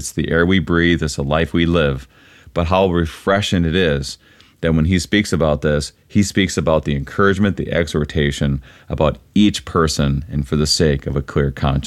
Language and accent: English; Wadena, Minnesota, United States; moved away; the church that I grew up at in St. John and Wadena.